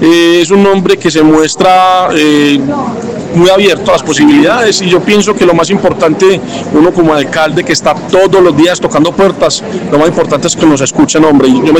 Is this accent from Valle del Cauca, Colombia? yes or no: no; Olaya, Antioquia, Colombia